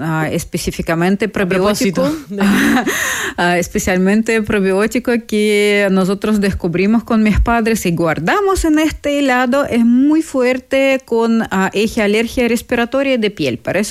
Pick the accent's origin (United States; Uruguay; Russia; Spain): Russia; Spanish is a second language; moved away; en mi país, en Rusia